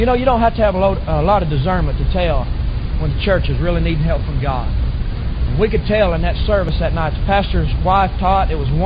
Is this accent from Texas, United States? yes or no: no; Oklahoma, United States; You know, we're just hillbillies from Oklahoma, and we ain't used to all these roads and stuff.